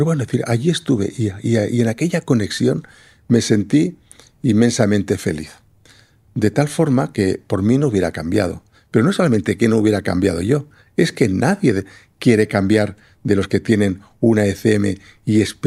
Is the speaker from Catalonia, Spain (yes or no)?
yes; Lleida, Catalonia, Spain; Yo tengo que decir que yo vivo en Lérida, yo soy de Lérida, y entonces con frecuencia, pues desde Lérida o te vas a la playa o te vas hacia la montaña.